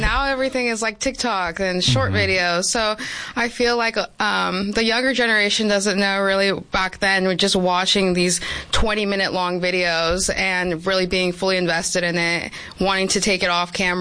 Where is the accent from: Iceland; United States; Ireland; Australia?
United States; Yuma, Arizona; I was born and raised here in Yuma.